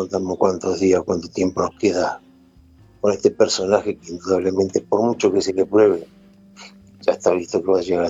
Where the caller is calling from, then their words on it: Mar del Plata, Buenos Aires Province, Argentina; Yo soy acá de Mar del Plata